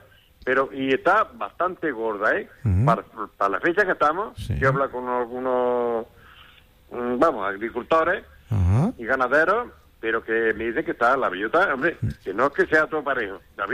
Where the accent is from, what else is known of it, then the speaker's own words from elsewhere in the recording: Pozoblanco, Andalusia, Spain; que yo soy de Pozo Blanco, pero que se mueve.